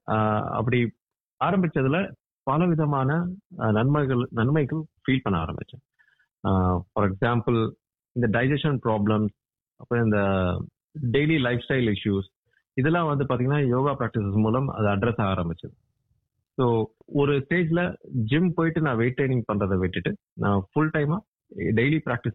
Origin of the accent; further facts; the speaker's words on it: India; now in Australia; நான் இந்தியாவில் தான் பிறந்து வளர்ந்தேன்.